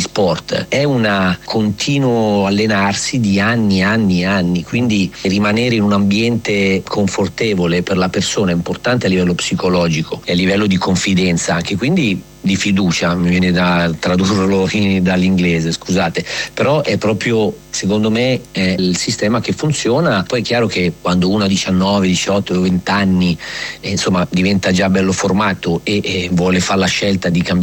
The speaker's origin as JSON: {"language": "Italian", "town": "Monza", "region": "Lombardy", "country": "Italy", "tie": "born or raised there", "said": "ho fatto un anno in Puglia a Martina Franca col maestro Angelo Sforza, ma sono poi cresciuto sì a Monza con maestri Gambacurta e Galmozzi fino ai 20 anni."}